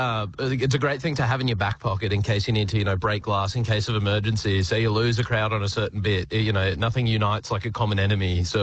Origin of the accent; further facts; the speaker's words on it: Brisbane, Queensland, Australia; now in Melbourne, Australia; I'm from Brisbane originally, so I've done a bit of road tripping sort of to and from Sydney. I'm based in Melbourne now